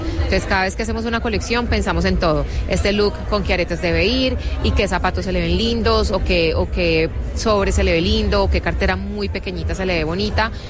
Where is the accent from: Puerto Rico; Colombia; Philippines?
Colombia; Cali, Valle del Cauca; now in Bogotá, Colombia; Somos de Cali y me encantaba Bogotá y dije, lo visualicé, estuve en Bogotá feliz, 6 años